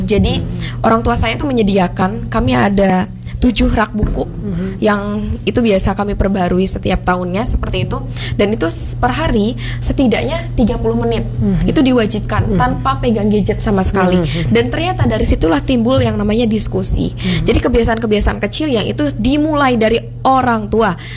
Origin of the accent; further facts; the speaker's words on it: West Java, Indonesia; Saya dari Jawa Barat, di mana sih yang dalam orang Sunda seperti itu.